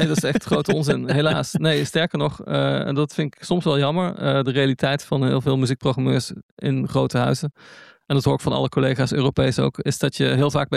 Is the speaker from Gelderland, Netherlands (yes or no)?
yes; Nijmegen, Gelderland, Netherlands; born there; De andere persoon is in Nijmegen, waar ik geboren ben. Een stad in het oosten van het land.